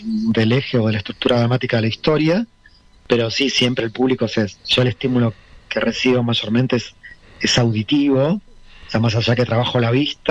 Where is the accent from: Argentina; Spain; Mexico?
Argentina; Villa Gesell, Buenos Aires Province; moved away as an adult; also born or lived in Rosario; Soy de Villa Gesell y me fui a Rosario cuando tenía 19 años a estudiar allí.